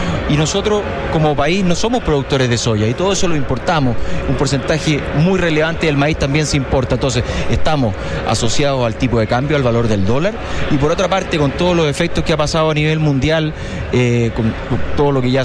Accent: Chile; yo creo que es importante en avanzar una mejor regulación de lo que nosotros hacemos como chilenos

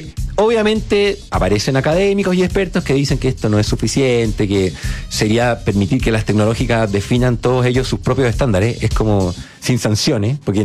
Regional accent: Chile; Sí, pero somos chilenos. Tenemos un negocio aquí en Chile, tenemos el mercado en Chile.

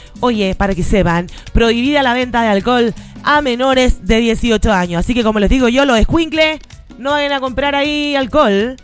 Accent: Santiago, Santiago Metropolitan Region, Chile; moved away as an adult; now in Los Ángeles, Chile; yo soy de Santiago. Llegué hace casi 9 años aquí a Los Ángeles. Ya me considero parte aquí de la ciudad, ¿cierto?

